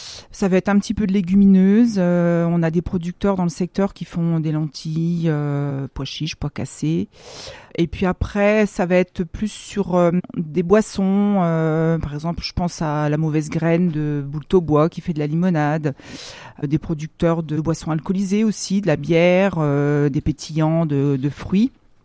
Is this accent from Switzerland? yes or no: no; Vouziers, Grand Est, France; also born or lived in Marne; Alors, je suis effectivement ardennaise. Je suis née à Vouziers en 1967, au